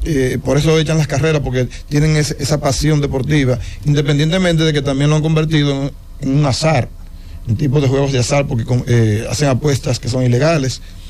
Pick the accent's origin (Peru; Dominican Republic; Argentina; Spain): Dominican Republic; Santiago de los Caballeros, Santiago; nosotros somos de Santiago